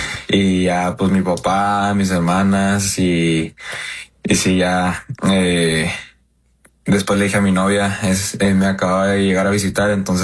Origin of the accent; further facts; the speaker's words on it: Mexico; siendo mexicano